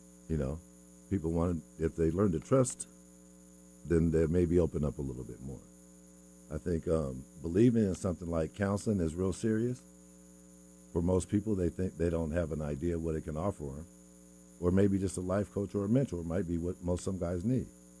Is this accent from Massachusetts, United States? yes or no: no; Seattle, Washington, United States; I'm from Seattle.